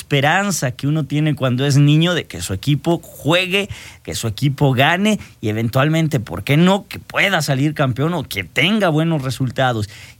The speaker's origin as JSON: {"language": "Spanish", "country": "Mexico", "said": "siempre a donde voy soy el más mexicano"}